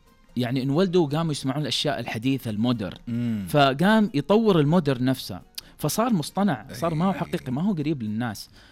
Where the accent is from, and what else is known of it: Saudi Arabia